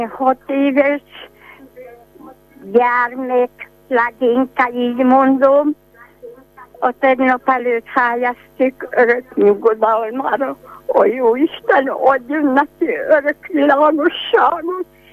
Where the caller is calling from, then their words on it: Ozun, Covasna, Romania; Uzomból vagyok